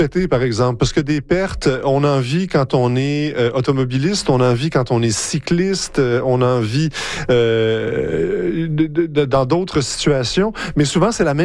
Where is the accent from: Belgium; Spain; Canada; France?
Canada; Montreal, Quebec; parce que moi je viens de Montréal